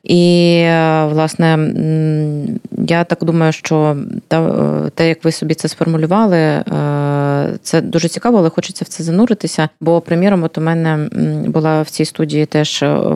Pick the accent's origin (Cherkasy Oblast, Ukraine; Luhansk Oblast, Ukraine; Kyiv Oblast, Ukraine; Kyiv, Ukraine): Luhansk Oblast, Ukraine; І мені надзвичайно боляче це чути, оскільки я з Луганщини і про своїх таких земляків саме з мого регіону.